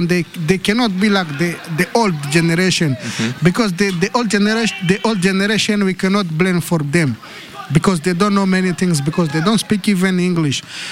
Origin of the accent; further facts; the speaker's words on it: Burundi; English is a second language; moved away as an adult; now in Slovenia; I'm come from Burundi.